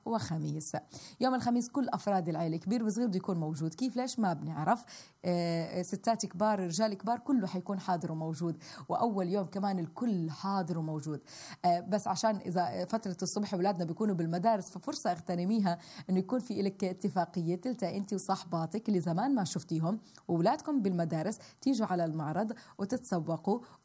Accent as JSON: {"language": "Arabic", "country": "Palestine", "said": "إحنا كعائلة فلسطينية"}